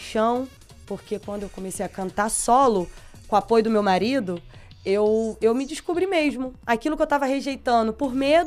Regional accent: Cabo Frio, Rio de Janeiro, Brazil; Desde criança, sou de Cabo Frio.

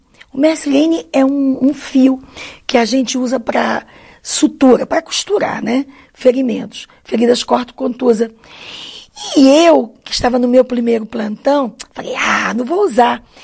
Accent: Recife, Pernambuco, Brazil; born there; porque eu nasci em Recife, no estado de Pernambuco, e eu acompanhava minha mãe.

